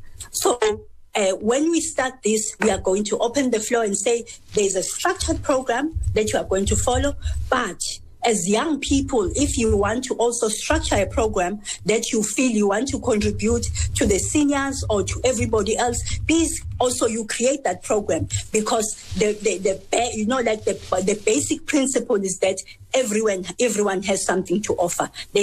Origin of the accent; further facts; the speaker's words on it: South Africa; even including us as South African